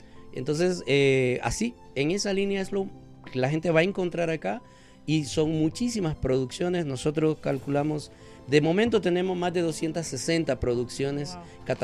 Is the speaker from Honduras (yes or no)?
yes; Honduras; para como hondureños, porque en realidad también previo a eso habían grabaciones sobre Honduras